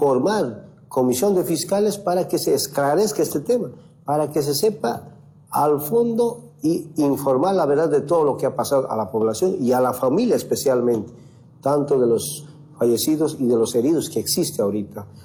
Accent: Bolivia

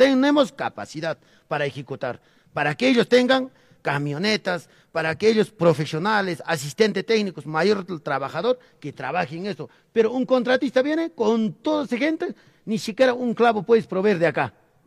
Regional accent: Cotabambas, Apurímac, Peru; a mi pueblo, a mi Cotabambas.

